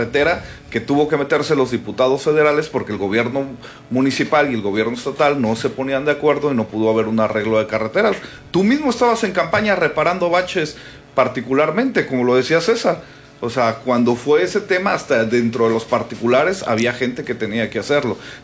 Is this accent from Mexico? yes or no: yes; Ciudad del Carmen, Campeche, Mexico; los tres somos de Carmen